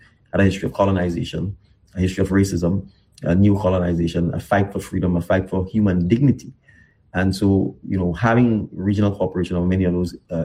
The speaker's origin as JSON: {"language": "English", "country": "Grenada", "tie": "born or raised there", "also_born_or_lived": "Barbados / Trinidad and Tobago", "moved": "as an adult", "said": "I was born in Grenada, primary and secondary school, educated in Grenada, but I got the opportunity to be educated at the University of the West Indies, which is a melting pot of Caribbean education in Barbados and then in Trinidad and Tobago."}